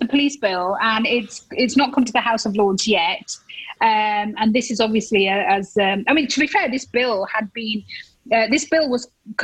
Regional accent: United Kingdom; I am, you know, proudly Muslim. I am proudly British.

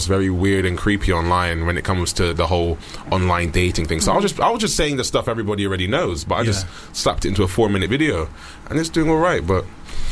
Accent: Jamaica; I'm Jamaican

